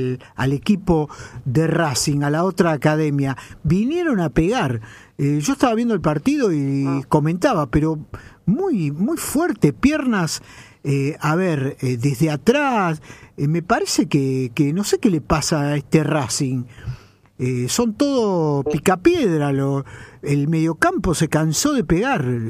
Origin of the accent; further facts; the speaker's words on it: Rosario, Santa Fe, Argentina; como rosarinos estamos contentos de que haya clasificado Rosario Central